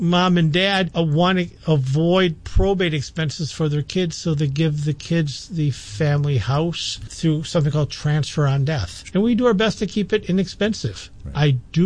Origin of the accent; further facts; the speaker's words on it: Wausau, Wisconsin, United States; I grew up in Wausau.